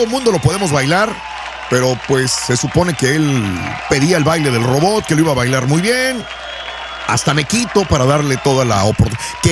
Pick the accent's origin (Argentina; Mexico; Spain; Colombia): Mexico; Soy otro mexicano que no me gustaría dar esa imagen.